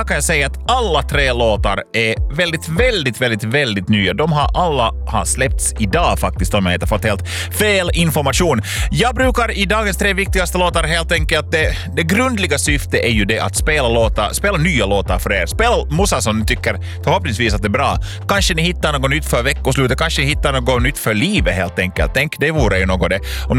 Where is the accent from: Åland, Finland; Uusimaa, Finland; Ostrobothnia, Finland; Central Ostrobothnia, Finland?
Uusimaa, Finland; Loviisa; moved away; till min hemstad till Lovisa